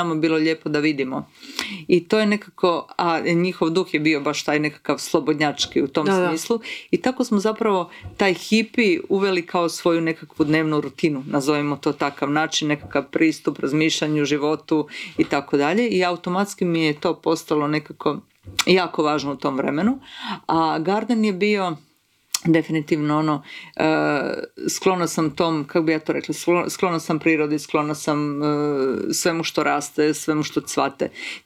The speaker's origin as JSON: {"language": "Croatian", "town": "Karlovac", "region": "Karlovac County", "country": "Croatia", "also_born_or_lived": "Zagreb", "moved": "as an adult", "said": "ja sam iz Karlovca, tako da smo bili postanari u Zagrebu jer smo studirali"}